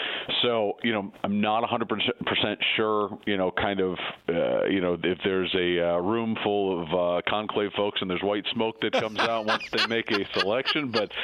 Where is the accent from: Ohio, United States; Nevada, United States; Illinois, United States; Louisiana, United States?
Ohio, United States; Akron; this is my hometown, and I'm from Akron